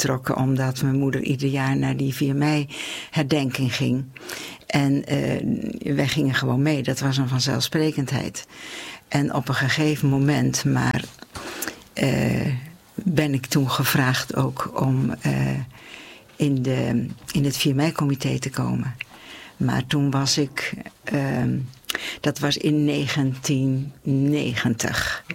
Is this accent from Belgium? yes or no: no; Gouda, South Holland, Netherlands; geboren in Gouda en getogen in Gouda. Ik ben er maar 5 jaar uit geweest in Den Haag.